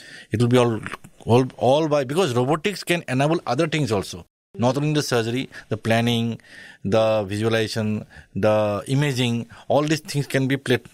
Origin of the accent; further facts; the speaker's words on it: Assam, India; English is a second language; because I was at that time, because I was born and I'm basically from Assam. So at that time, there's no surgery in Northeast heart surgery.